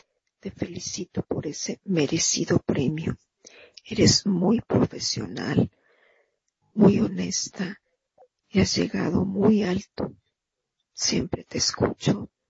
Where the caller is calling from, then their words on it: Mexico City, Mexico; Ciudad de México.